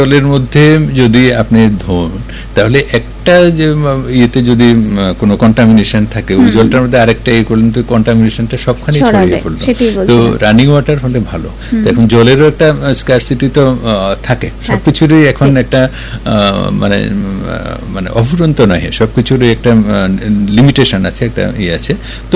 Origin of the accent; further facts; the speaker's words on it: Tripura, India; আমাদের ত্রিপুরাতে